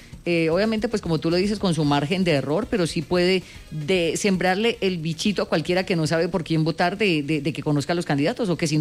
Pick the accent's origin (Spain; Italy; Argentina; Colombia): Colombia; que uno como ciudadano y como colombiano tiene todo el derecho de hacerlo